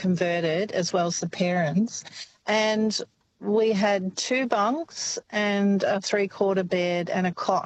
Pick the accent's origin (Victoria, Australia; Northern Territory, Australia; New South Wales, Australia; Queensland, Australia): Victoria, Australia; Cottles Bridge; So I come from a family of 10 kids, and I grew up in Cottles Bridge.